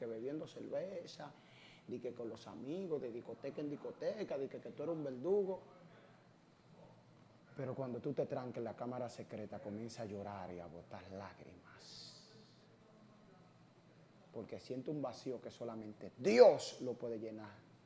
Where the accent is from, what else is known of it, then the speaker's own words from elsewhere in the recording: Santo Domingo, Distrito Nacional, Dominican Republic; also born or lived in Capotillo; Yo estoy viviendo ahora en La Cañita. Viviendo en La Cañita, es un barrio que queda por los bandos con Abeltoma, pero yo me crié en Villas Agrícolas, del Capotillo a Villas Agrícolas. Me terminé de criar en Villas Agrícolas.